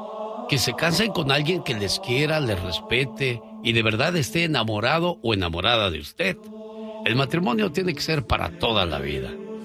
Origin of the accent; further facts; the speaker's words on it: Tijuana, Baja California, Mexico; moved away; Salí de Tijuana, pero Tijuana nunca salió de mí.